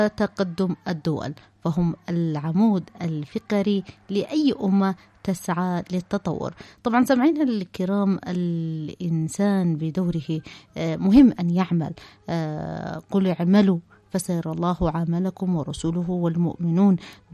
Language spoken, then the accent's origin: Arabic; Yemen; بلادنا اليمن